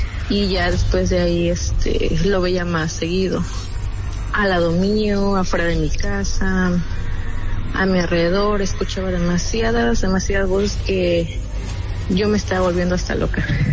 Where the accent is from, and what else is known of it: Papantla, Veracruz, Mexico